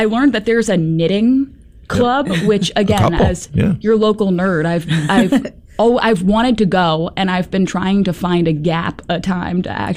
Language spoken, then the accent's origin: English; Philadelphia, Pennsylvania, United States; now in Syracuse, United States; So I grew up in Philadelphia. Go Birds, if you're a fan. Ended up graduating from high school in Philly. Spent my whole childhood there, and reading, of course.